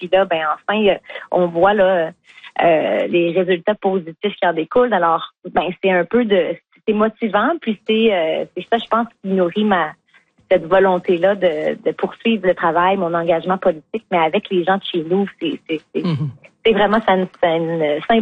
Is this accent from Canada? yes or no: yes; Quebec, Canada; commencé aussi, c'est ma région natale.